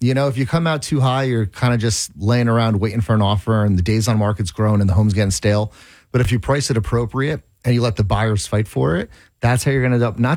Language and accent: English; Sayreville, New Jersey, United States; I know Sayreville very well. I grew up on Modzelewski Terrace, actually, off Main Street.